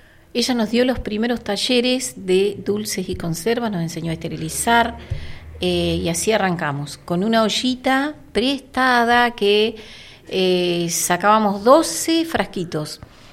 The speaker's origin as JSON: {"language": "Spanish", "town": "Fernández Oro", "region": "Río Negro", "country": "Argentina", "said": "nosotras somos mujeres de Fernández Oro."}